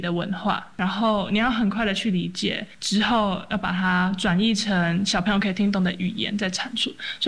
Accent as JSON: {"language": "Chinese", "region": "Tainan", "country": "Taiwan", "tie": "born or raised there", "said": "可是像我就是土生土长的台南人对，所以完全就不是在这个脉络下长大的"}